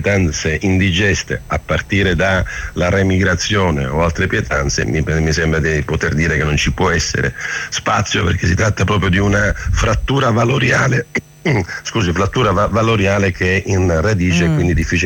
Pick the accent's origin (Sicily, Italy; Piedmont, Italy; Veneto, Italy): Sicily, Italy; Io sono eletto in Sicilia, sono siciliano